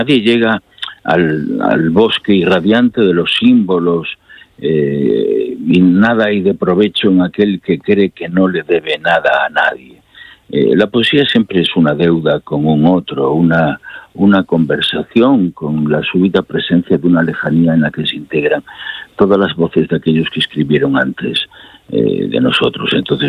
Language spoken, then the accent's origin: Spanish; El Bierzo, Castile and León, Spain; mi tierra natal, de los Montes de León, en las fronteras con Galicia, en el Bierzo.